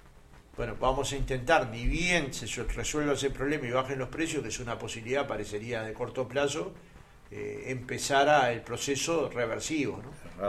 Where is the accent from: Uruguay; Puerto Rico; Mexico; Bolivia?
Uruguay; Montevideo; born there; Yo nací en Vilar de Boy